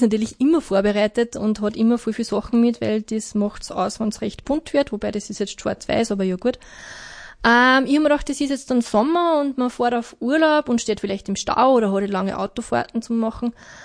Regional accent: Vöcklabruck, Upper Austria, Austria; aus dem Haus und Viertel und aus dem Bezirk Vöcklabruck komme, habe ich natürlich Vöcklabruck, meine alte Heimat, auch mit eingebunden.

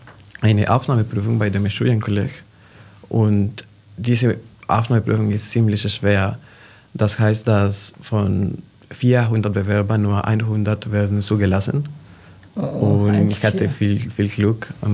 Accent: Colombia; now in Leipzig, Germany; ich komme aus Kolumbien allerdings.

